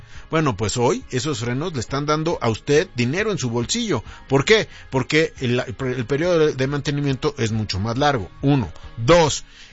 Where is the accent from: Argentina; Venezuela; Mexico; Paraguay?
Mexico; todos somos mexicanos.